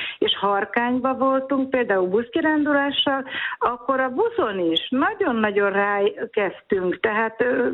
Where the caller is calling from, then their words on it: Solt, Bács-Kiskun, Hungary; Bács-Kiskun megyei részről származom, Soltról, és ott nagyon szeretnek mulatni.